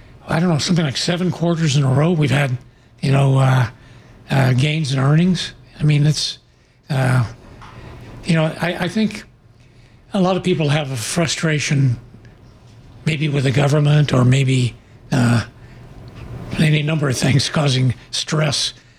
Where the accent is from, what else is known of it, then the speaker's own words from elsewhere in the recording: Lawrence, Kansas, United States; moved away; that's my hometown as well as where I went to school.